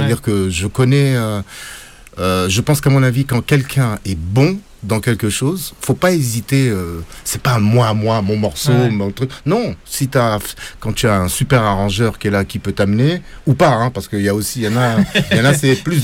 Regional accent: Senegal; also born or lived in Morocco; je viens du Sénégal et du Maroc et tout, et donc on a une tradition rythmique très très forte.

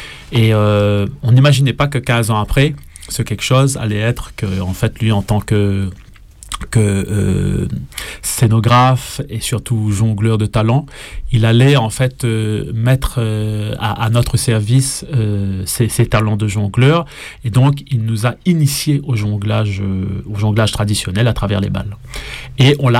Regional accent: Réunion

